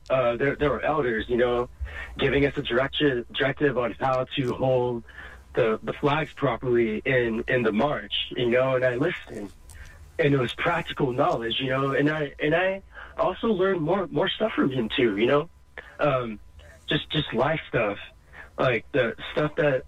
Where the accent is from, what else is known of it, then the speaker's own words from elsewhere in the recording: California, United States; I'm an activist from Sonoma County.